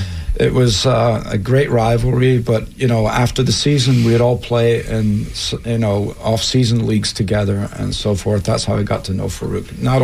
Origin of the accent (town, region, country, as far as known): New Jersey, United States; born or raised there; also born or lived in Glasgow, Scotland